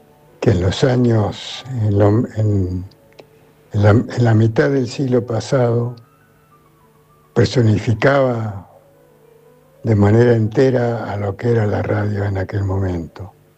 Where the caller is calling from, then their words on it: Buenos Aires, Argentina; de Belgrano.